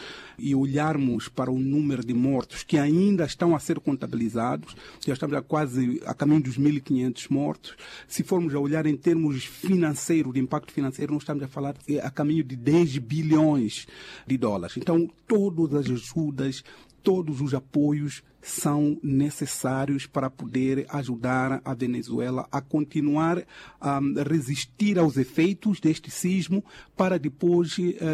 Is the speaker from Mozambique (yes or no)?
yes; Mozambique; nós somos moçambicanos